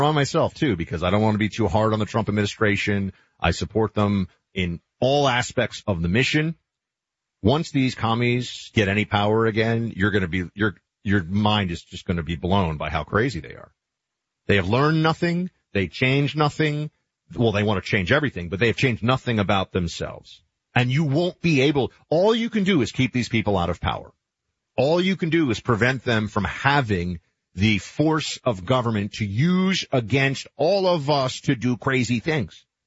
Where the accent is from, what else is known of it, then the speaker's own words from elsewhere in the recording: New York City, New York, United States; a congressional seat in New York City, my hometown